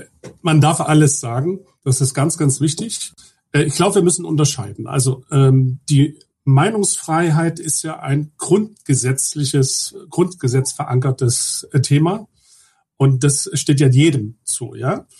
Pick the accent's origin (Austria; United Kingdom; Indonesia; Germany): Germany; Ich muss Ihnen dazu sagen, ich bin ehemaliger DDR-Bürger. Also ich bin 1975 in der DDR geboren. Das heißt, ich habe 15 Jahre in einem System gelebt